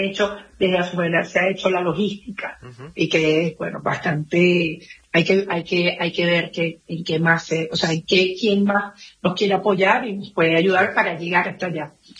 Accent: Venezuela

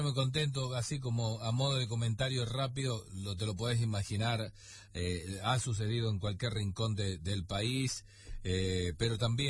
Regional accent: Argentina; Todas estas cuestiones que nos pasan como argentinos apasionados por el fútbol

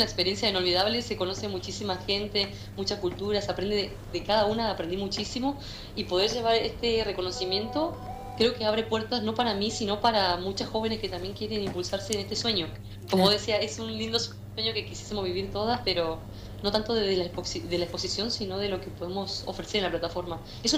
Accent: Río Gallegos, Santa Cruz, Argentina; moved away as an adult; now in Australia; soy oriunda de Río Gallegos

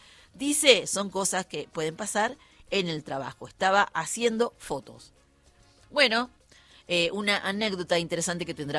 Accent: Argentina; Somos los argentinos los que recibimos al Papa León.

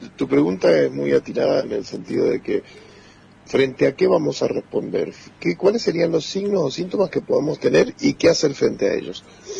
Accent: Argentina; nosotros como argentinos

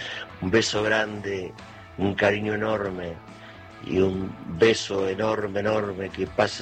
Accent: Tucumán, Argentina

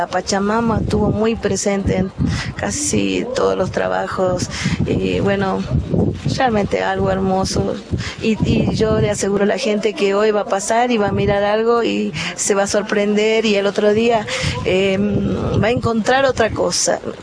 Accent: Jujuy, Argentina; la identidad de nuestro pueblo jujeño, latinoamericano. Dentro de la República Argentina somos los más latinoamericanos. Nosotros no descendemos de barco, nosotros descendemos de esta cultura preciosa que tenemos.

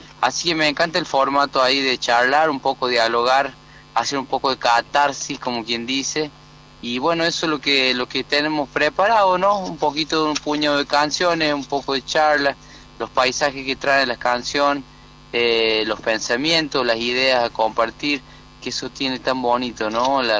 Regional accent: Villa Dolores, Córdoba, Argentina; yo soy del interior de Córdoba y no tenemos la pasión futbolera por el equipo. Yo soy de Comercio, de Villa Dolores, imagínate.

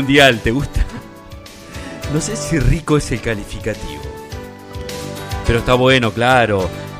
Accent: Argentina; eso nos hace bien como argentinos.

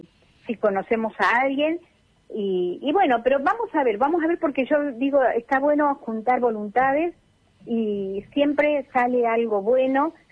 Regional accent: Astra, Chubut, Argentina; bueno, acá viste que somos de Astra, así que por ahí puede decir, en los kilómetros conozco a alguien

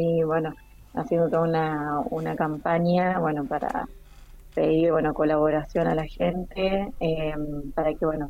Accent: Caleta Olivia, Santa Cruz, Argentina; born there; Mis papás no, yo y mis hermanos sí, nacimos todos en Caleta. Mis papás son de Santiago del Estero y de Córdoba

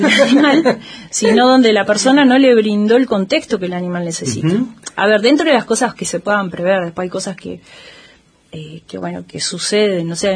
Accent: Corcovado, Chubut, Argentina; moved away; como me pasaba cuando yo era chica. ¿De qué lugar? O sea, yo te hablo de Corcovado

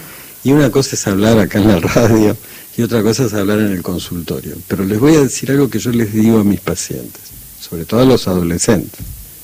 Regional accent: Argentina; Entonces, como cuando yo escuché, yo soy re argentino, y digo, bueno, este país ha recibido históricamente...

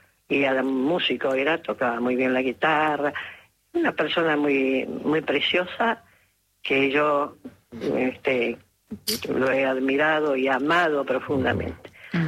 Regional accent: Villa Ballester, Buenos Aires Province, Argentina; born there; Tengo cara de provincia argentina, pero tengo cara de galleguita porque mi mamá es galleguita. Yo nací en Buenos Aires.

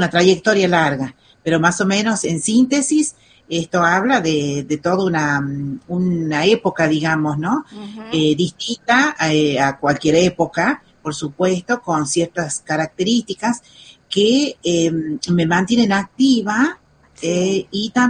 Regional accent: La Rioja, Argentina; born there; moved away as an adult; now in Villa Castelli, Argentina; soy nacida en Capital de La Rioja

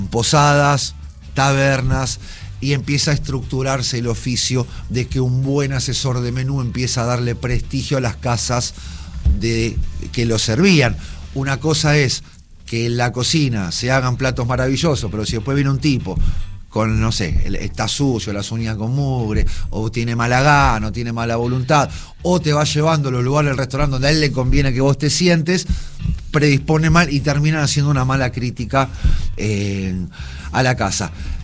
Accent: Buenos Aires, Argentina; Yo que soy del barrio de Palermo

